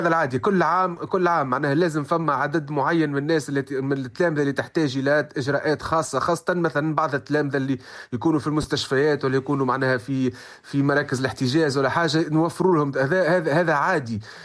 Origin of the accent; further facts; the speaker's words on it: Tunisia; عندنا في تونس